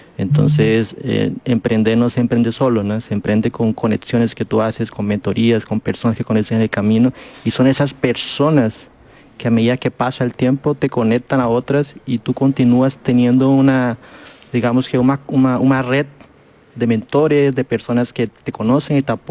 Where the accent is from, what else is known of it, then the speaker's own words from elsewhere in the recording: Colombia; now in Brazil; Soy colombiano, pero vivo en Brasil hace muchos años, entonces me poco mezclado con portuñol